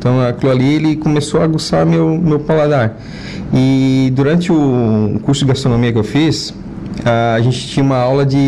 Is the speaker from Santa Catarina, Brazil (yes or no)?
yes; Araranguá, Santa Catarina, Brazil; A minha adolescência aqui em Araranguá mesmo, né? Em 99 abriu o grupo escoteiro aqui de Araranguá, né?